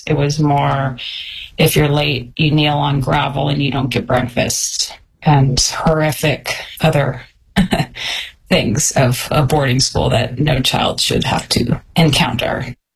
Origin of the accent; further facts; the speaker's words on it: Florida, United States; we're 30 minutes from Disney World. In Florida, we were the weirdos.